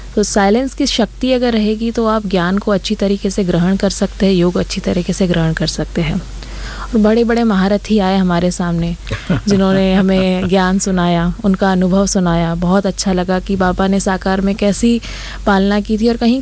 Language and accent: Hindi; Amravati, Maharashtra, India; और मैं प्रॉपर महाराष्ट्र अमरावती की रहने वाली हूँ।